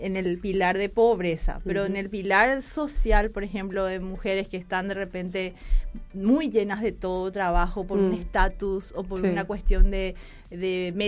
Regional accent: Argentina; born there; also born or lived in Brazil; mi mamá creció en Argentina, yo nací en Argentina

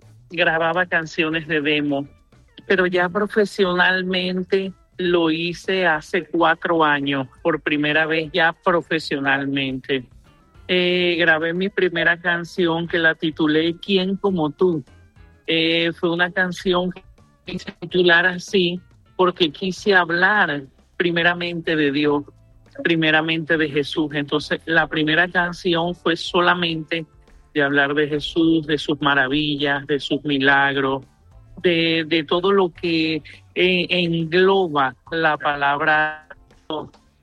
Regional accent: Los Puertos de Altagracia, Zulia, Venezuela; Nací en el Evangelio. Mi mamá es pastora de la iglesia Peniel de los Puertos de Altagracia, municipio Miranda, estado Zulia, en Venezuela. De ahí vengo, ahí crecí.

